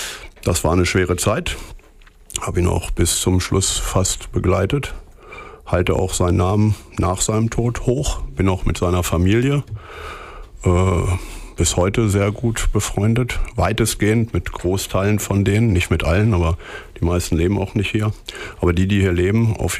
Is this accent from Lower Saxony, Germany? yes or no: yes; Hameln, Lower Saxony, Germany; born there; Ich bin in Hameln geboren, das ist richtig, ja.